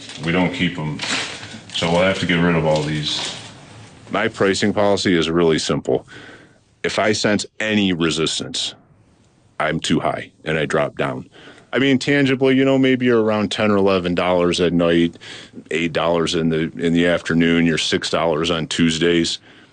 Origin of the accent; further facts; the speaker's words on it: Grayling, Michigan, United States; I'm from Michigan and he was our senator.